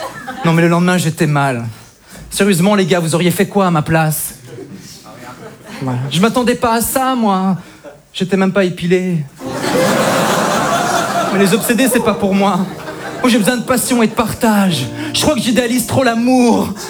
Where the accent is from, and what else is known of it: Belgium